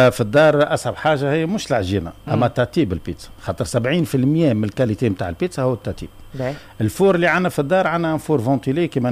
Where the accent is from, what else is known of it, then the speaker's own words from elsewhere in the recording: Tunisia; moved away; احنا كتونسي